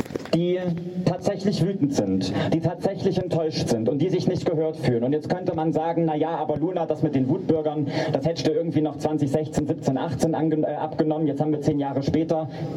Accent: Saxony-Anhalt, Germany; moved away; Ich bin in Sachsen geboren, ich bin in Sachsen-Anhalt groß geworden als Transfrau

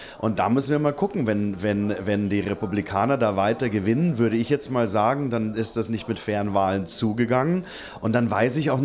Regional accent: Germany; now in United States; wobei es in Deutschland bei uns ja auch gerade sehr herausfordernd aussieht, aber das ist halt hier mein Heimatland und ich will dann lieber den Kampf für unsere Rechte, den wir weiterhin kämpfen müssen, hier kämpfen.

